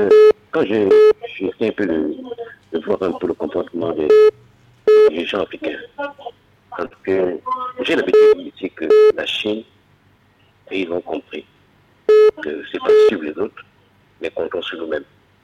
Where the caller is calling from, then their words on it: Gabon; je parle du Gabon parce que je suis Gabonais.